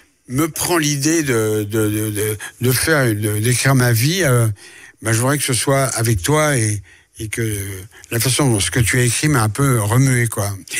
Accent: France; born there; je suis né en France avec elle.

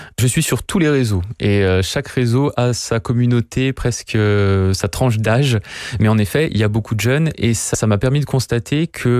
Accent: France; moi je suis français

